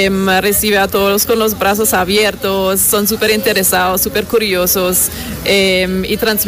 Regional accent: Germany; Spanish is a second language; now in Colombia; Yo soy alemana, pero ya llevo muchos años acá en Colombia.

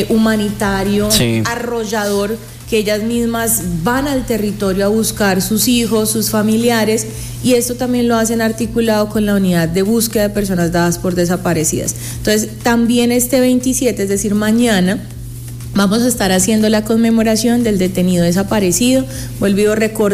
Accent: Colombia

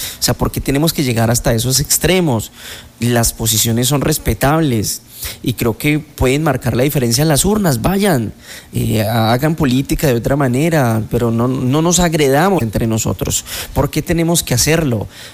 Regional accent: Colombia; Todos somos colombianos

